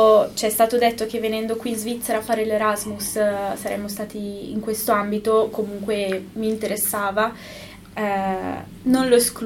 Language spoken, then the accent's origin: Italian; Segrate, Lombardy, Italy; moved away as an adult; also born or lived in Milan; now in Switzerland; se non si capisce. E ho 22 anni, sono nata e cresciuta a Milano, in realtà in periferia.